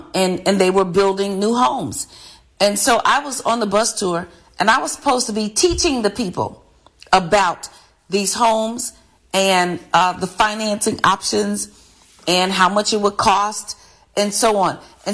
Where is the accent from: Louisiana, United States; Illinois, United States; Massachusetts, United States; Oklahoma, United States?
Illinois, United States; Chicago; I was born and raised in Chicago, and I bought several homes in Chicago.